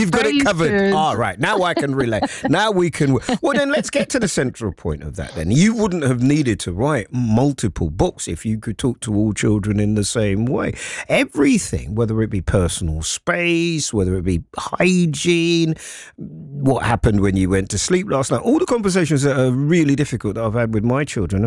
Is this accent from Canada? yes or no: no; London, United Kingdom; I'm a Londoner. I'm a parent.